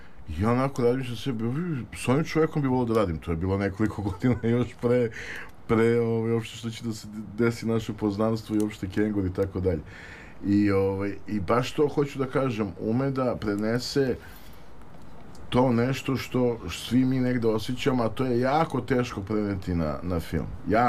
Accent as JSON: {"language": "Serbian", "region": "Belgrade", "country": "Serbia", "tie": "born or raised there", "said": "da igrate u svom kraju i tu gde ste odrasli i toliko uspomena na svakom ćošku ima i tako dalje. Pošto sam ja jedan deo života posle živo na Vračaru, da sam tamo po majci babi i deda, tako da meni je zapravo ceo Beograd moj grad, ali Fontana mi je naravno uvek u srcu."}